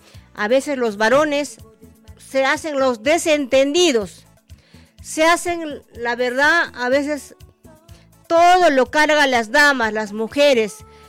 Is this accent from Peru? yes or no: yes; Peru; Los peruanos no reflexionamos